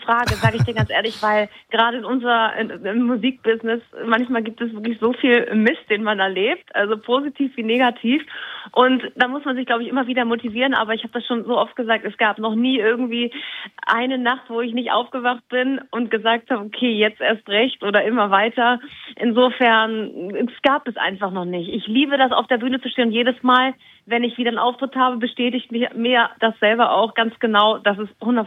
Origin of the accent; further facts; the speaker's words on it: Northern Germany, Germany; Gut, ich bin natürlich da aufgewachsen. Das ist meine Heimat. Meine Family sind da, meine Freunde sind da.